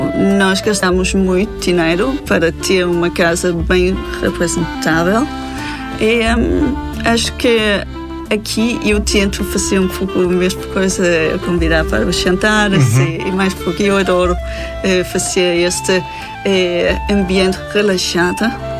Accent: North Denmark Region, Denmark; born or raised there; Portuguese is a second language; now in Portugal

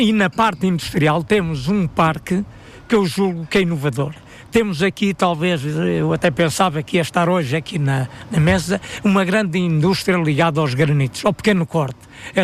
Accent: Lamego, Viseu, Portugal; now in Ferreirim, Portugal; eu sou natural de Lamego, vivo em Ferreirinho de Serrancelho, mas desloco-me todos os dias para Moimenta.

